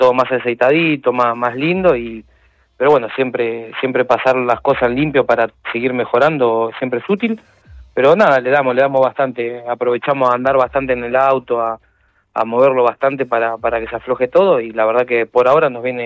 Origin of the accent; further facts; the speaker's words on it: La Plata, Buenos Aires Province, Argentina; born there; now in Berisso, Argentina; Yo, nacido en La Plata, vivo en Berizzo.